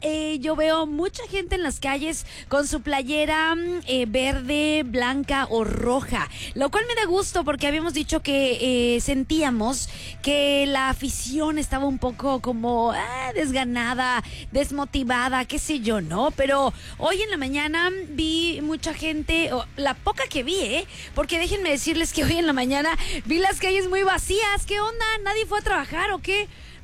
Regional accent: Mexico; como buena mexicana que soy

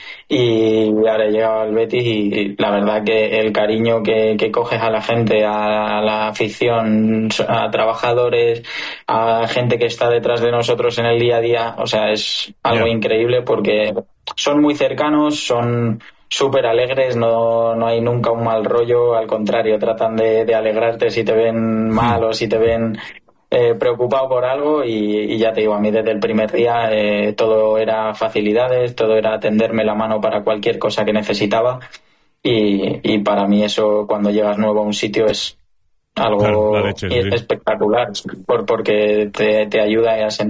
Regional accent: Spain; Ya no solo como aficionado, sino también como español.

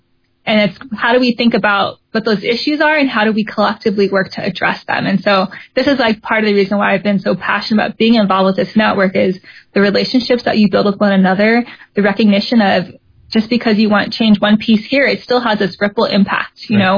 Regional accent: Southwest, United States; I grew up in the Southwest around a lot of like Tewa Pueblos.

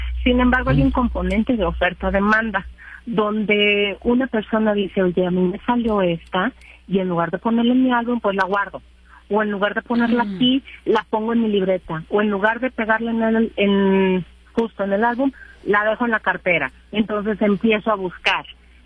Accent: Mexico; queremos, como mexicanos, pues queremos ser partícipes

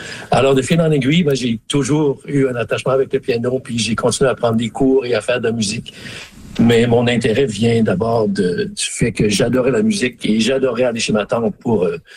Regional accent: Smooth Rock Falls, Ontario, Canada; moved away; des très bons souvenirs de ma présence, de mon enfance dans le Nord. Et oui, ce pont-là, c'est un pont emblématique. Le pont à Smoothwalk Falls, il y en a pas plusieurs comme ça en Ontario ou au Canada.

